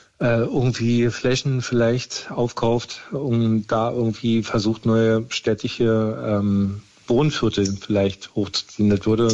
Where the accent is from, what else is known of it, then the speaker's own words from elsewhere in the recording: Germany; Also ich dachte, soweit wird es hier bei mir, also in Deutschland, in meinem Heimatland, nie wieder wird es so weit kommen, dass man sowas zulässt.